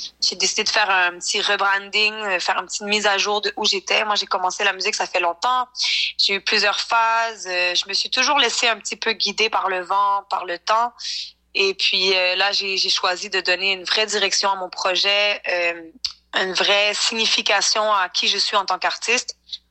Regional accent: Montreal, Quebec, Canada; also born or lived in Cuba; Mes deux parents sont québécois, mais j'ai grandi à Montréal, donc je me considère 100% montréalaise.

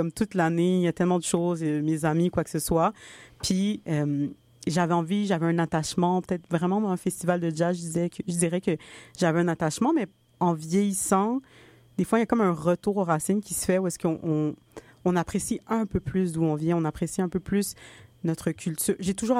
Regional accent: Montreal, Quebec, Canada; born there; moi, je suis née à Montréal.

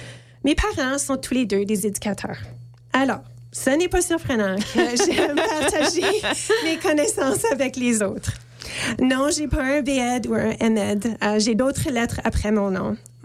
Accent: Winnipeg, Manitoba, Canada; femme métisse de la Rivière-Rouge et franco-manitobaine. Je suis née et j'ai grandi à Saint-Boniface.

